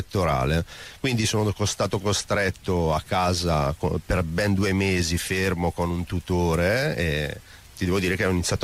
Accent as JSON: {"language": "Italian", "town": "Brescia", "region": "Lombardy", "country": "Italy", "tie": "born or raised there", "also_born_or_lived": "Apulia", "said": "In realtà sono nato al sud, ma ho sempre vissuto comunque a Brescia"}